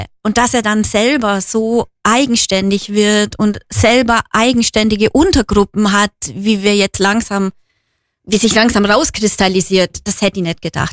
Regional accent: Günzburg, Bavaria, Germany; now in Kempten, Germany; Also ich komme aus Günzburg an der Donau und da gab es auch eine Theatergruppe, da habe ich schon mitgespielt. Bin dann nach Kempten gekommen

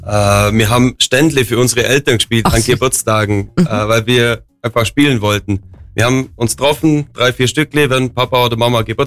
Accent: Bavaria, Germany; Also wir sind hier einfach daheim.

